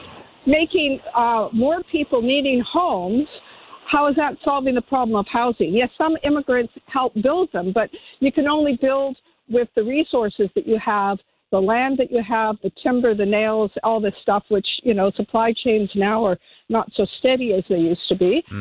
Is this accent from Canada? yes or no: yes; Canada; now in New Zealand; even though I'm Canadian, or was, you know, coming here, there is different cultural norms here.